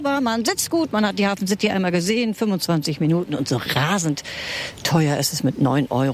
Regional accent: Hamburg, Germany; Als Hamburgerin

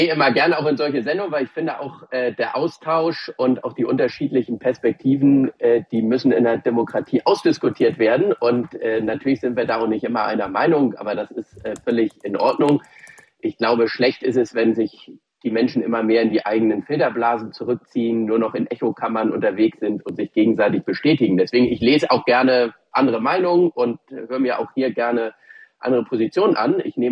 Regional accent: Hamburg, Germany; da blutet mir manchmal das Herz als Hamburger, dass viele Hamburg gar nicht so kennen.

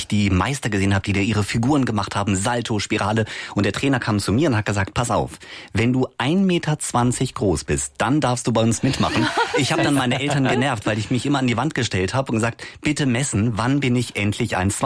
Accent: Taunusstein, Hesse, Germany; ich komme aus Taunusstein, das ist bei Wiesbaden

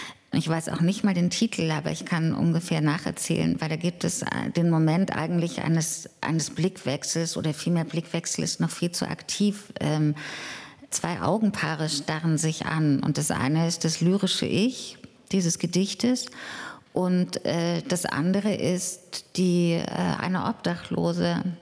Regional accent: Germany; Also ich bin in einem Land, in der DDR aufgewachsen, die hatte nicht nur Vorteile

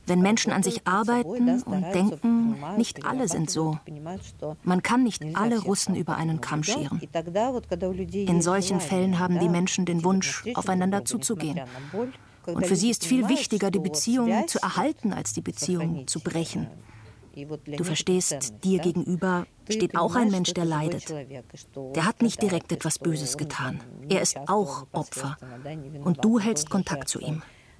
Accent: Ukraine; German is a second language; also born or lived in Russia; now in Germany; Ich bin Ukrainerin mit russischer Staatsangehörigkeit und lebe seit 26 Jahren in Deutschland. Ich kenne die ukrainische Lebensweise sehr gut.

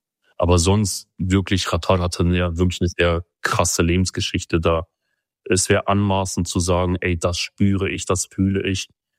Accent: Turkey

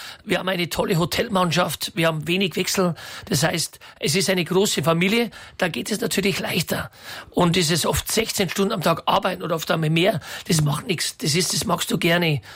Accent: Bavaria, Germany; Ich komme aus dem Bayerischen Wald, da haben wir so ein Musikhotel mit so 140 Betten.

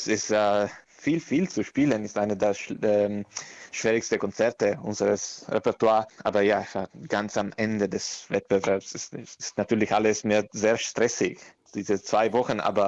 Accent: Parma, Emilia-Romagna, Italy; German is a second language; also ich komme aus Parma, ja, natürlich in Italien.

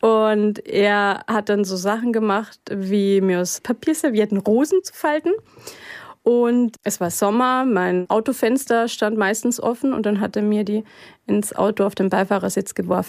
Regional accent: Wagrain, Salzburg, Austria; also born or lived in Maltatal; Also ich bin im Maltertal aufgewachsen und war 8 oder 9 und dann bin ich nach Wagrain gezogen.

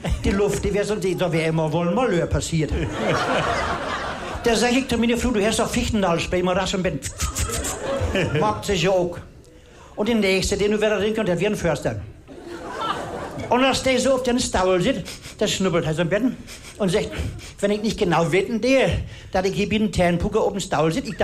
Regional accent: Mecklenburg-Vorpommern, Germany; Ja, ich hab in Lüttentheen bin ich geboren und auf Wussen.

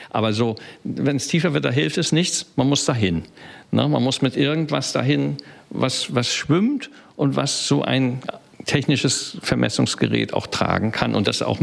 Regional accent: Hamburg, Germany; Und als Hamburger weiß man

